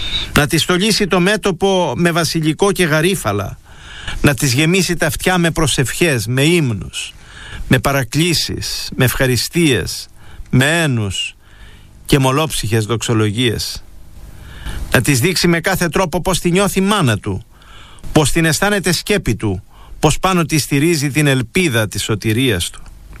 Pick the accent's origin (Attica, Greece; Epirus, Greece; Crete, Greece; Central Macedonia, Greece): Crete, Greece; Στην Κρήτη, στην πατρίδα μου, εκεί στην ανατολική εσχατιά του νησιού